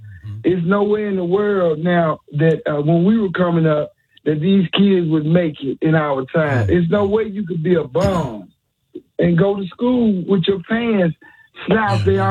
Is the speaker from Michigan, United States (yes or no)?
no; Memphis, Tennessee, United States; I grew up in the White Haven area and the South Memphis area.